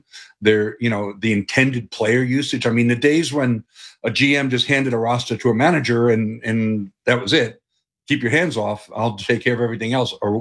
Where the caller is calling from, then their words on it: Phoenix, Arizona, United States; Wish I was clocking in from Atlanta instead of Phoenix.